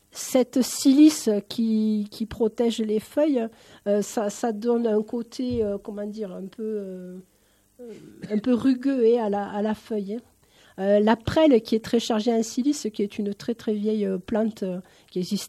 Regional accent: Occitanie, France; moved away; moi, je suis originaire de la région de Nîmes

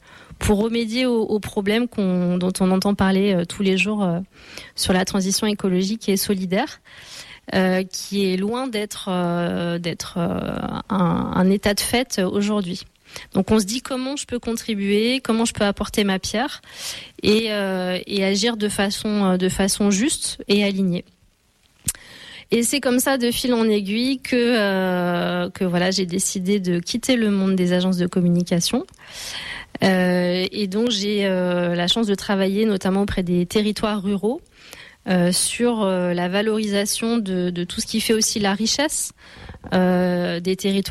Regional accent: Lyon, Auvergne-Rhône-Alpes, France; moved away; je viens de Lyon

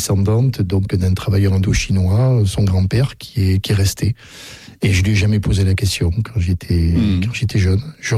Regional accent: Bergerac, Nouvelle-Aquitaine, France; Et je me souviens, moi, quand j'étais gamin, à l'école à Bergerac, j'avais une copine en classe, en CE2

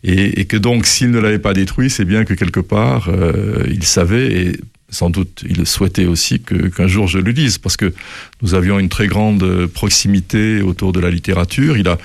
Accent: Guéret, Nouvelle-Aquitaine, France; moved away; après avoir été dans mon enfance à Guéret, donc dans l'appartement que mes parents occupaient

